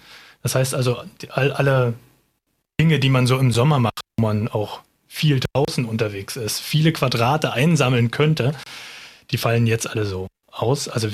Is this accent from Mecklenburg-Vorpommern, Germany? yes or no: yes; Neubrandenburg, Mecklenburg-Vorpommern, Germany; born there; Ich bin sozusagen der mecklenburgische Part dazu. Ich komme aus Neubrandenburg.